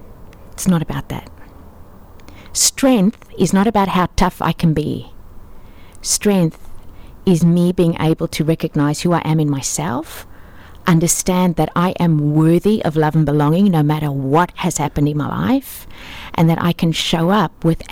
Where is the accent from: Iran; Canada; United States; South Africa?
South Africa; Port Elizabeth, Eastern Cape; born there; I was born in Port Elizabeth, exactly.